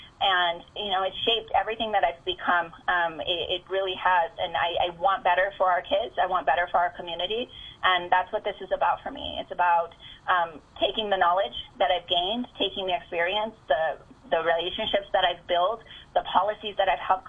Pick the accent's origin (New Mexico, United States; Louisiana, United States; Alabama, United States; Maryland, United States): New Mexico, United States; Albuquerque; born there; I actually didn't grow up completely here. I was born in Albuquerque, and I was born into a place that's commonly referred to as the war zone.